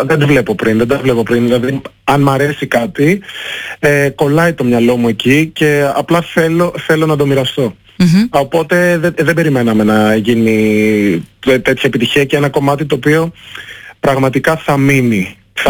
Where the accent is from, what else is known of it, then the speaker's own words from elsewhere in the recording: Greece; Είμαι Έλληνας, είμαι ένας Έλληνας από την Αφρική όμως. Η μαμά μου είναι Αφρικανίδα και ο μπαμπάς μου είναι Έλληνας. Έχω γεννηθεί και έχω μεγαλώσει στην Ελλάδα.